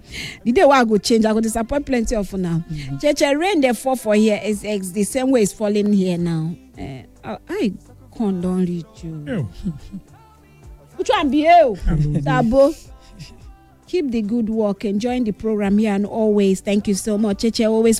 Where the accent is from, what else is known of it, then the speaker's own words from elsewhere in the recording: Nigeria; I'm a Nigerian. I'm everybody.